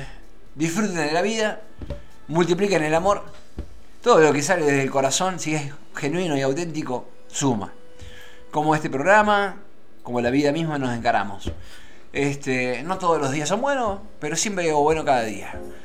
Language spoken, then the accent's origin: Spanish; Argentina